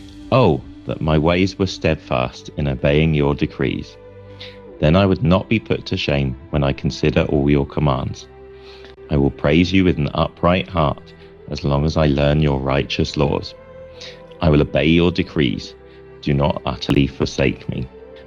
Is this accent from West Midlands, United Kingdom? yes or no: no; Horndean, South East England, United Kingdom; I'm from Horndean in Hampshire in southern England.